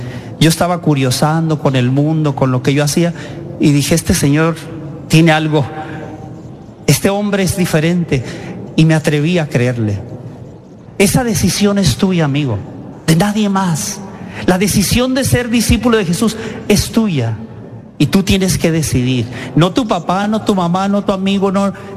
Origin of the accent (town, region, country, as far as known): Mexico